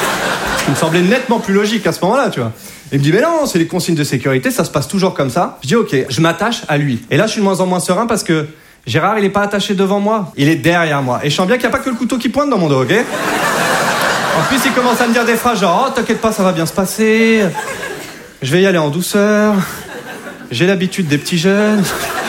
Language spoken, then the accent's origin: French; Hauts-de-France, France; now in Paris, France; Je suis pas de Paris à la base. Moi, je viens de Picardie.